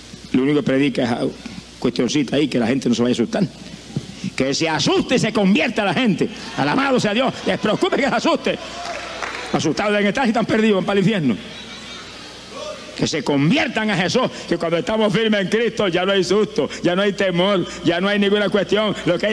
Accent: Camuy, Puerto Rico; Yo viví 35 años perdido en mi pueblo de Camuy.

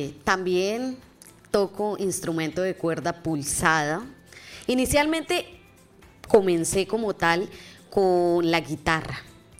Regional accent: Boyacá, Colombia; soy boyacense y allá pues lo que más se ve es uno tener siempre su ruana, su sombrero, un traje totalmente diferente

